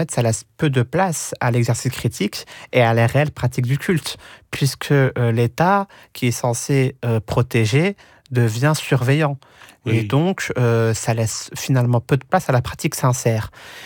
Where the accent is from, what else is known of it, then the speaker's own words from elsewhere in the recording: Algeria; also born or lived in France; Oui, français, algérien. J'ai mes deux nationalités et je les porte fièrement. Mais quand je dis que, avec ce lapsus, je ne vis pas en Algérie.